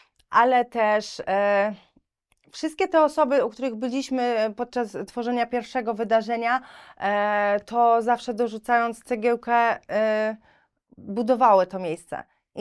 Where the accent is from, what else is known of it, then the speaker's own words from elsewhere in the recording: Włocławek, Kuyavian-Pomeranian Voivodeship, Poland; Jak byłam na studiach, czy miałam praktyki, no to byłam w różnych miejscach u nas w Włocławku